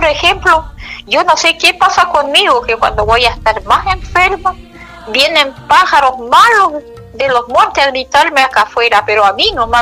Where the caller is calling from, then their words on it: Curaco de Vélez, Los Lagos, Chile; De Ullar Alto, aquí en la comuna de Curaco de Vélez.